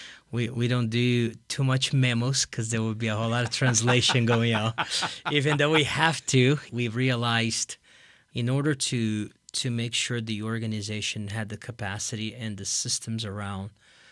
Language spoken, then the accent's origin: English; Brazil; Well, I grew up in Brazil. As a Brazilian, you hear about Christ, you have the big Christ in Rio